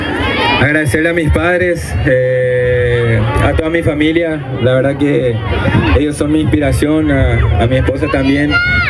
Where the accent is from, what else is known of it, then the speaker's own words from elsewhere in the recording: Caaguazú, Paraguay; moved away; de ser de Caaguazú es único, no todos somos de Caaguazú.